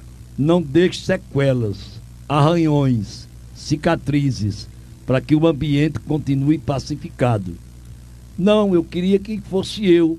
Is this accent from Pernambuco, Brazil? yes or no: yes; Altinho, Pernambuco, Brazil; now in Caruaru, Brazil; Eu sou de Altinho, radicado em Caruaru.